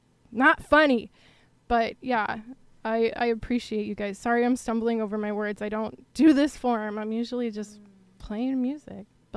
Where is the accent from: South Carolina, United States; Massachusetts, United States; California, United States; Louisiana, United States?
California, United States; Alameda; I've lived here my whole life. I'm from Alameda, so I don't know anything.